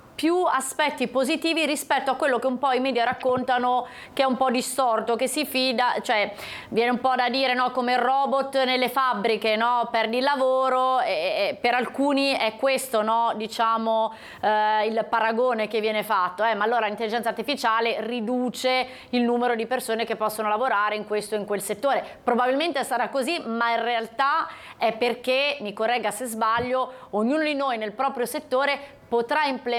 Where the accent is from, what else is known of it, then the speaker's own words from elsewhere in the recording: Casella, Liguria, Italy; born there; Glielo dice una che è nata a Casella